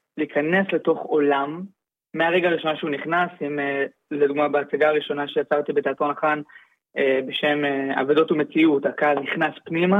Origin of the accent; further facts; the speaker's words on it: Ashkelon, Southern District, Israel; גדלתי בבית ספר לאומנויות באשקלון, שזה בית ספר מאלף עד י"ב.